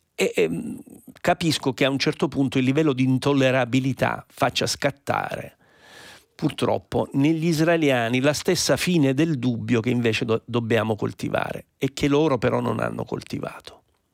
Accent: Lecce, Apulia, Italy; born there; io sono pugliese, sono nato a Lecce

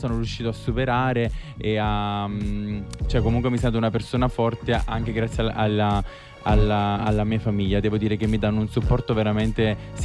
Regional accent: Marcianise, Campania, Italy; anche perché io in realtà sono di Marcianise, provincia di Caserta

